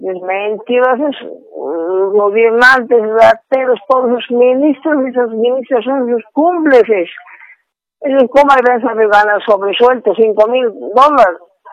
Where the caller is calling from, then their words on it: La Paz, Bolivia; Estoy llamando de La Paz, de Ciudad de La Paz de La Oleada.